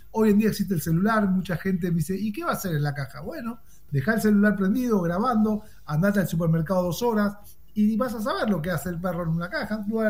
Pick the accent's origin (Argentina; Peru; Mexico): Argentina; now in Miami, United States; Sí, argentino y italiano, tengo doble ciudadanía italiana, pero por una cuestión de placer, todos mis abuelos eran italianos y tengo mucho.